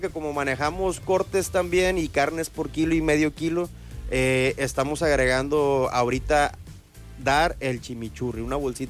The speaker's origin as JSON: {"language": "Spanish", "town": "Puerto Vallarta", "region": "Jalisco", "country": "Mexico", "said": "Mi familia, pues somos fundadores de Vallarta"}